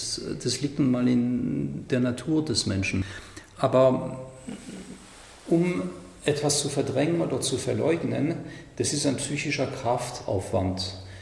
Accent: France; Ich komme aus Frankreich. Mir ist es sehr wichtig.

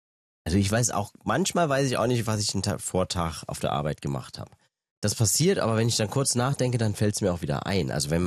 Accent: Trier, Rhineland-Palatinate, Germany; Ja, ich bin aus Trier.

